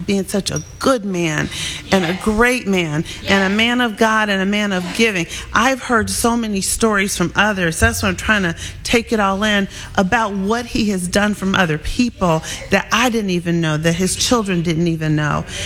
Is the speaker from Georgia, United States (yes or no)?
yes; Georgia, United States; now in Chicago, United States; I might say I'm from Georgia, because I am, and I love being from Georgia